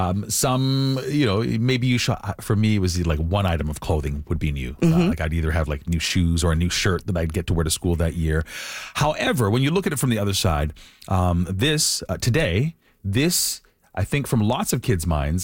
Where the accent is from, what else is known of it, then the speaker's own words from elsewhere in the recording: Winnipeg, Manitoba, Canada; The big thing for me and my group of friends, I grew up in Winnipeg.